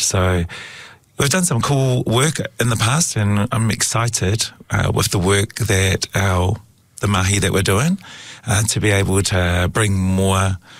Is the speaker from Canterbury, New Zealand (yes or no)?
yes; Christchurch, Canterbury, New Zealand; Growing up in this city, it is the most English city out of England.